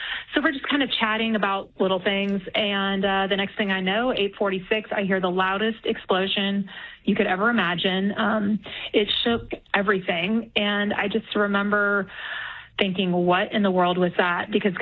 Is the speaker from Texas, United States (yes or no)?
yes; Texas, United States; So I'm from Texas. You know, I was barely 23 years old.